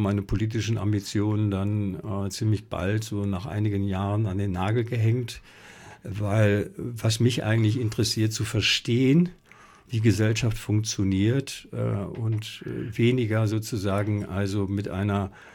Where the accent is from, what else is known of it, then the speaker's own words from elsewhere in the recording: Iserlohn, North Rhine-Westphalia, Germany; born there; Ja, Iserlohn. Mhm. Iserlohn, das ist in Südwestfalen, 100.000 Einwohner.